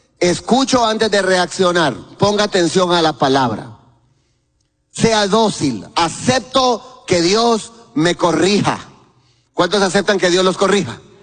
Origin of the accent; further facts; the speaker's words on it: Guatemala; now in Tegucigalpa, Honduras; expresión chapina, los tiliches. Donde están todos los chunches, decimos allá.